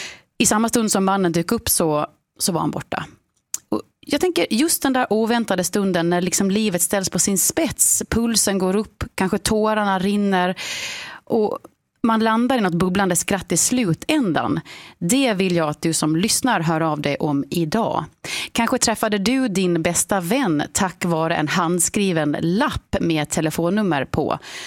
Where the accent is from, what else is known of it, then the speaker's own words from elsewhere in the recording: Sweden; och när kvinnan då i butiken förstod att vi var från Sverige, då skön hon upp, förstår ni.